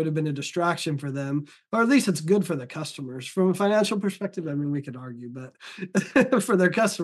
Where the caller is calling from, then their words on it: Salt Lake City, Utah, United States; I'm recording from Salt Lake, so this seems like an appropriate question for today.